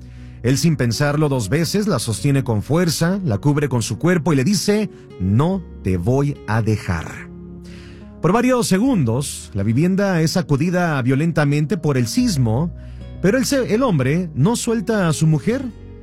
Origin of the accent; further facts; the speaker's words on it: Mexico; para el caso de nosotros como mexicanos